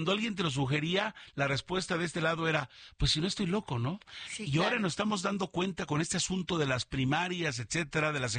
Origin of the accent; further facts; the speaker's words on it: Mexico; lo que nosotros opinamos los mexicanos